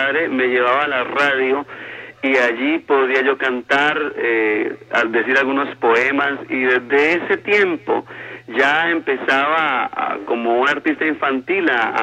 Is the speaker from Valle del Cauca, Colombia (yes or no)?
yes; Cali, Valle del Cauca, Colombia; soy de Cali, Colombia. Nací en un hogar muy sencillo